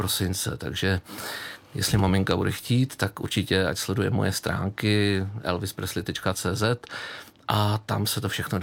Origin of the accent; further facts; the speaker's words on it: Moravia, Czechia; No a pak máme, že jo, protože máme dům a jsme z Moravy, takže máme slepičky na vajíčka a tak